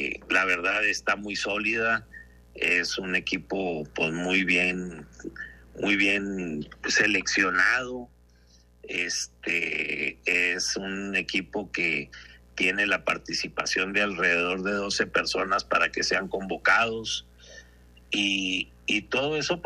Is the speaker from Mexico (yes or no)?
yes; Mexico; Sin problema, todos somos mexicanos